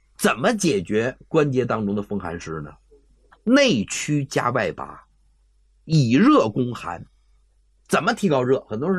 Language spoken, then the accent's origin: Chinese; China; also born or lived in United Kingdom; 听说我是中国人，